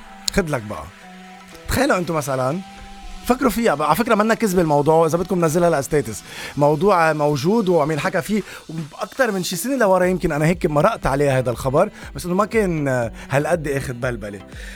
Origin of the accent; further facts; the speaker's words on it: Lebanon; فالحمد لله كلبناني